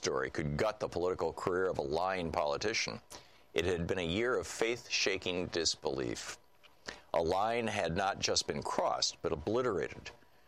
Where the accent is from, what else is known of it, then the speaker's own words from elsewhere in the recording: Illinois, United States; I had just spent a weekend in October back in rural Illinois in my hometown